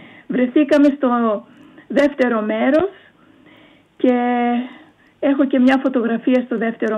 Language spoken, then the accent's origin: Greek; Eastern Macedonia and Thrace, Greece; born there; moved away; το χωριό μας, το σχολείο μου, το βουνό έτσι που το αγαπούσα πάρα πολύ, το βουνό Παγκαίο.